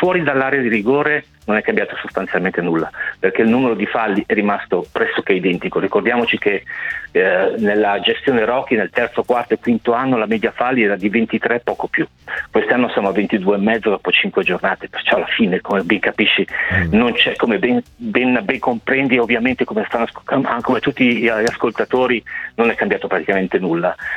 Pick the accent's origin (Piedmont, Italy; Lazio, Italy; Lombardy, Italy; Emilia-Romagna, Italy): Lombardy, Italy; Como; essendo comasco